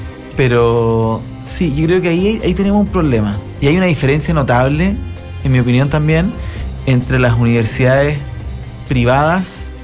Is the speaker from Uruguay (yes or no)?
no; Chile; nosotros en Chile